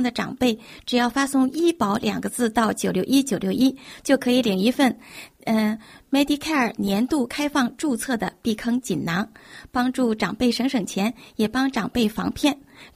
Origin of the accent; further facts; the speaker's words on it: Dalian, Liaoning, China; 我的老家是在大连